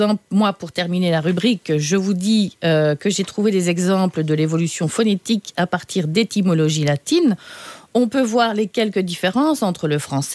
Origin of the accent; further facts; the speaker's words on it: Mouscron, Wallonia, Belgium; also born or lived in Kortrijk; je suis née à Courtrai, j'ai vécu à Moucron et j'ai étudié à Tournai. Je viens donc, comme on dit chez moi, du Wapi.